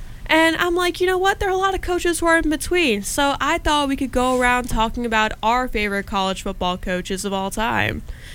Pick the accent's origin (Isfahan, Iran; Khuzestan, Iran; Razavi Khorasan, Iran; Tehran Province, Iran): Tehran Province, Iran; Tehran; moved away; And his dad was actually born in my hometown of Tehran, Iran.